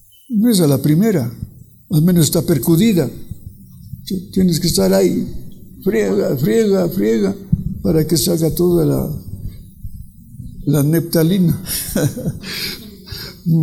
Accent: Ibarra, Imbabura, Ecuador; soy de Ibarra.

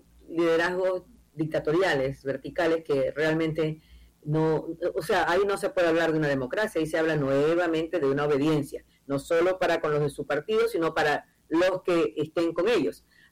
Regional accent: Ecuador

